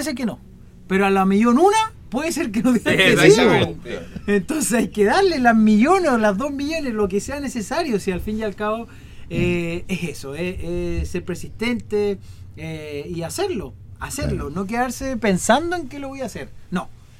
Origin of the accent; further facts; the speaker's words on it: Coyhaique, Aysén, Chile; moved away; desde el primer momento que salí desde Coyhaique